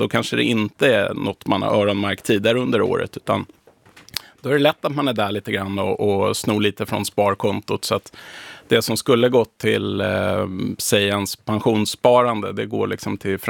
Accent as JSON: {"language": "Swedish", "town": "Stockholm", "region": "Stockholm County", "country": "Sweden", "said": "som stockholmare"}